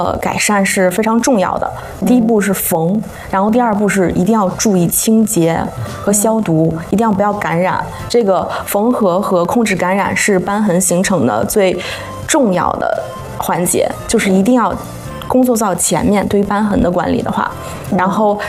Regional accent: northern China, China; now in Beijing, China; 因为我是个北方人嘛，

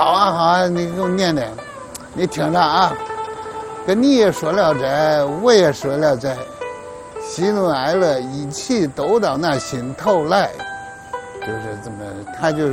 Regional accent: Shandong, China; 我爷爷是山东的，蒲松龄是山东人，乔羽是山东人，我也是山东人

